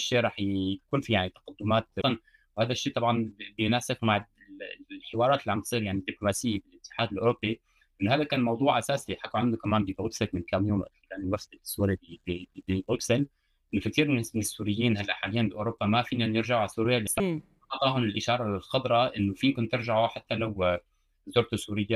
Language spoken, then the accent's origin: Arabic; France; accent: Homsi; أنا أول كبرت هون و … أنا اسمي فرنسي والأتات يعني سوري، نعم رغم هيك لك أنا بحكي معك بالحمصي حتى